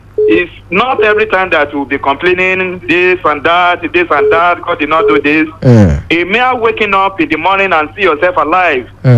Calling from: Ondo, Nigeria; from Arigede Akoko.

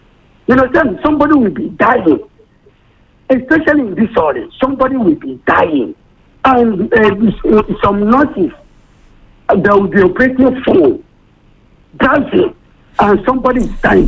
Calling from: Ore, Ondo, Nigeria; I'm calling from Ore here.

